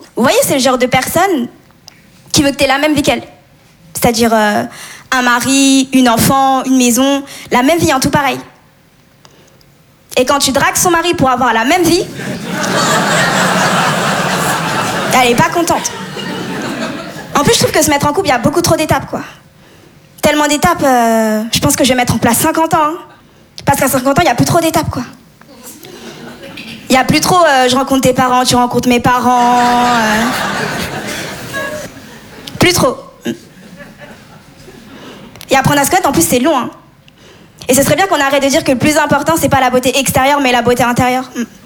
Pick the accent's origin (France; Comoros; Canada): Comoros; Je suis comorienne, maurez malgache. C'est des îles dans l'océan Indien. Ce qui explique mon teint, aussi.